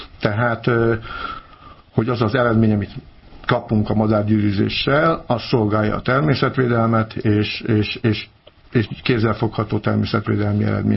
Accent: Hungary; amikor még én kisgyerekként Rócsán úgymond gyerekeskedtem

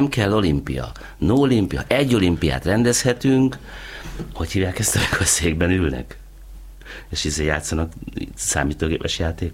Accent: Hungary; Nem, én egy öntudatos magyar ember vagyok.

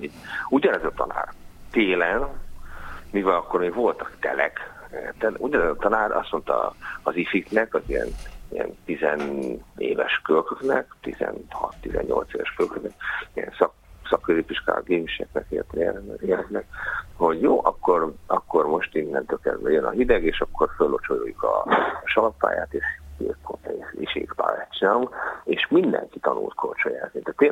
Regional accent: Dunavarsány, Pest, Hungary; born there; Figyeljetek, én Dunavarsányban születtem, és ott is volt egy vízútörő raj

